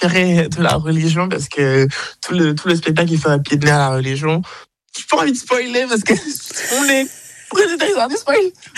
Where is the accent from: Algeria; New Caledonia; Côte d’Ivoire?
Côte d’Ivoire; moved away as an adult; now in France; Moi, j'ai grandi en Côte d'Ivoire, là-bas, il n'y a pas la question de la race, du racisme, tout le monde était noir.